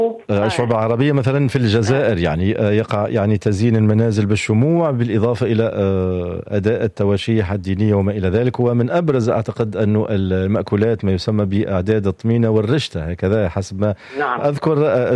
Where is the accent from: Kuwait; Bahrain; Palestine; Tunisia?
Tunisia; عندنا في تونس